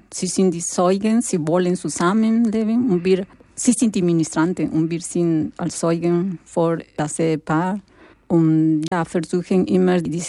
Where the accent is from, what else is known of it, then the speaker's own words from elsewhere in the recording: Lima, Peru; born there; German is a second language; moved away; Und ich bin in Lima geboren und habe ich viel Armut gesehen.